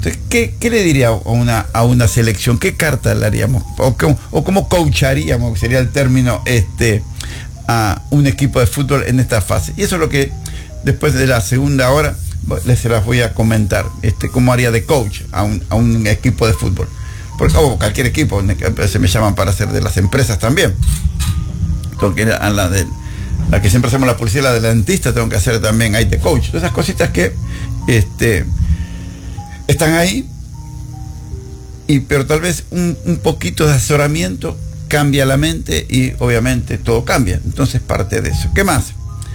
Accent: Argentina; como soy de Argentina

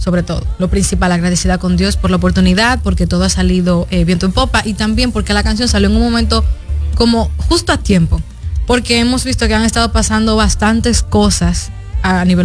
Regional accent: Santo Domingo, Dominican Republic; Yo tengo 27 años, nací en República Dominicana y también nací y criada en Santo Domingo.

